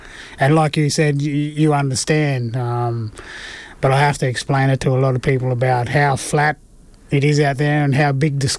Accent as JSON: {"language": "English", "town": "Goodooga", "region": "New South Wales", "country": "Australia", "tie": "born or raised there", "said": "Yeah, I'm from Gadooga, and like you said, it's probably at the closest point to the Queensland border. It's be about 15 k's. Born in Doombandy, grew up in Gadooga."}